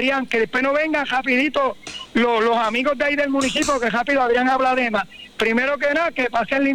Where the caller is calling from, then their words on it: Sabana Grande, Puerto Rico; en mi pueblo de Sabana Grande